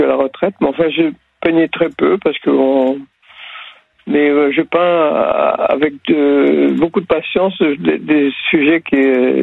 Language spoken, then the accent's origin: French; Brittany, France; j'ai fait des ports de Bretagne parce que je suis breton, donc voilà.